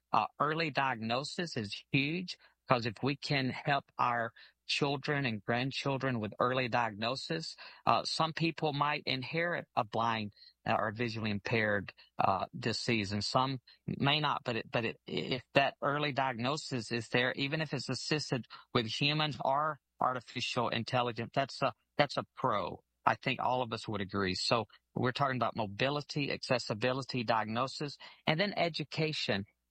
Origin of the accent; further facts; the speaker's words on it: Alabama, United States; I am from Alabama